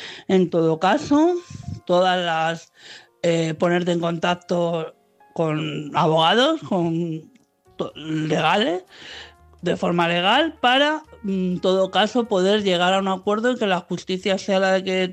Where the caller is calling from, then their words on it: Madrid, Community of Madrid, Spain; de Madrid.